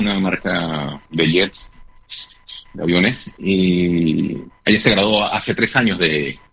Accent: Venezuela; also born or lived in Italy; now in Spain; Nosotros somos italianos, venezolanos.

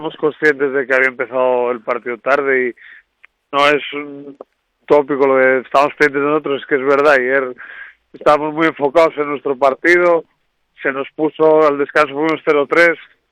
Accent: Infiesto, Asturias, Spain; also born or lived in Nava; now in Noreña, Spain; Yo soy de Infiesto, pero bueno, mi mujer es de Nava, tengo mucha vida en Nava, tengo familia en Nava, y tuve la suerte, yo ahora vivo en Noreña, soy un noreñense más

